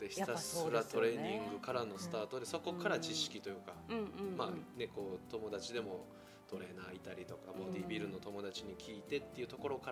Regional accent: Kyoto, Japan; accent: Kansai dialect; 僕京都出身で、うん、京都育ちで、もうずっと京都で育って今も京都に住んでるんですけど、

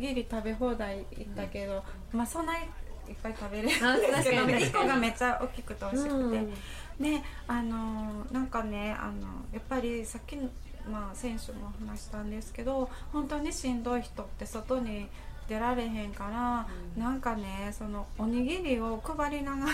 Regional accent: Izumiotsu, Osaka, Japan; 私の地元はあの泉大津市っていう

